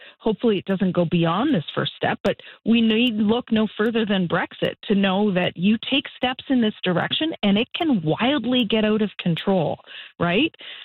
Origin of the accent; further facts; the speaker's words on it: Nova Scotia, Canada; now in Edmonton, Canada; growing up in Nova Scotia and in the Maritimes, you know, I feel like many Maritimers and Nova Scotians, like we have this deeply ingrained sense of pride of where we come from.